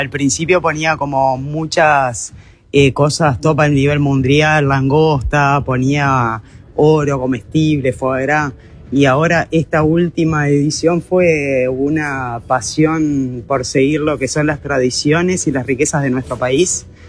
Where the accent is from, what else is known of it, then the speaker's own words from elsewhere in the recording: Uruguay; Antes era la única uruguaya de Sudamérica. Éramos dos al principio. Sigo siendo la única uruguaya.